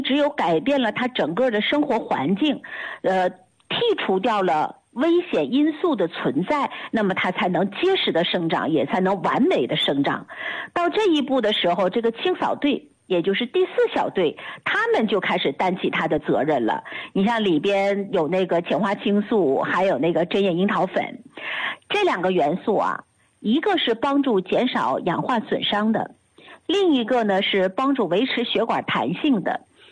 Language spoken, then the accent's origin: Chinese; China